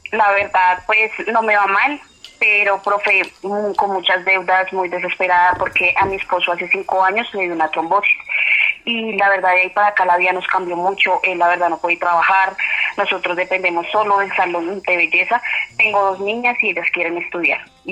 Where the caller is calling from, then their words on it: Antioquia, Colombia; Por acá es de la Sierra